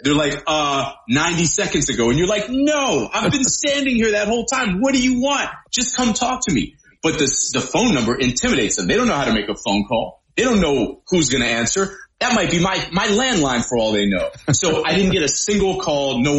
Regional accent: Boston, Massachusetts, United States; You know, I mean, listen, man, I grew up in Boston. I grew up under the curse of the Bambino.

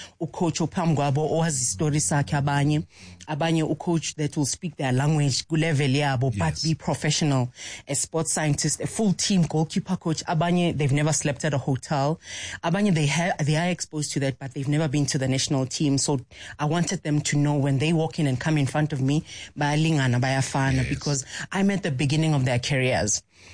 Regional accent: Alexandra, Gauteng, South Africa; I'm from Alex, you know?

